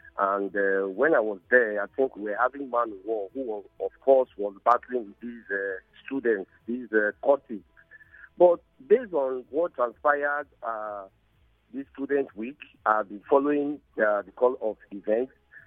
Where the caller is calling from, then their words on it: Port Harcourt, Rivers, Nigeria; I'm calling from Port Hackett.